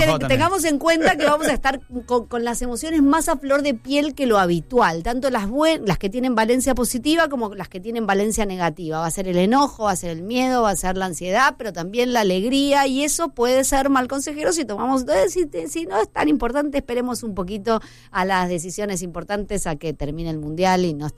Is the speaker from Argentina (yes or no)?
yes; Argentina; somos todos argentinos, eso está claro, ¿no?